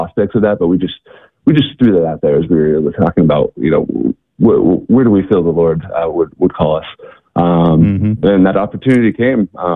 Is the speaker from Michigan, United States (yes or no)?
no; Kansas, United States; So I'm originally from Kansas, so that's where I grew up. Went to University of Kansas, grew up Catholic